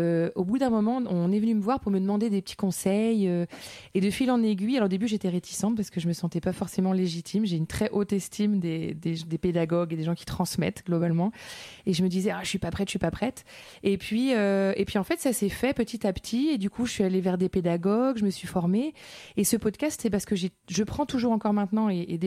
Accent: Lorient, Brittany, France; moi je viens de Bretagne, j'ai grandi à Lorient et donc je me sens profondément porteña, comme on dit en espagnol, c'est-à-dire habitante d'un port.

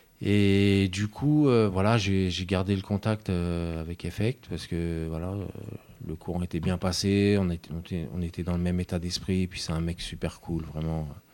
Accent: Montreuil, Île-de-France, France; moved away as an adult; now in Yonne, France; Alors, moi, je suis de Montreuil à la base. Je suis un pur Montreuilois. Et en 2012, je décide de partir un peu de la banlieue.

